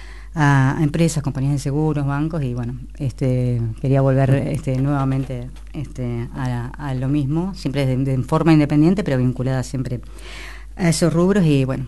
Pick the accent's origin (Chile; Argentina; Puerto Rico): Argentina; General Villegas, Buenos Aires Province; born there; moved away; yo soy nativa de Villegas